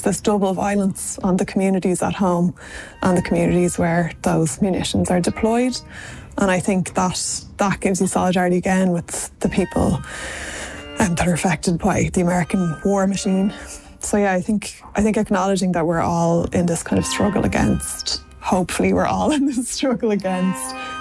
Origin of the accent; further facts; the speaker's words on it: Ireland; we're from Ireland